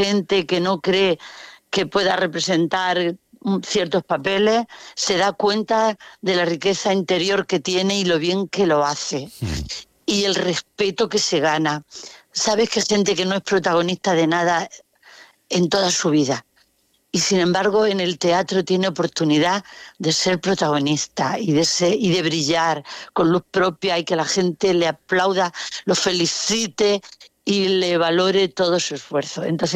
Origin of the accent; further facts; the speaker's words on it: Region of Murcia, Spain; accent: Murcian; que se entienda nuestro acento sin renunciar a él. Pero el acento murciano a veces es fuerte y difícil de entender.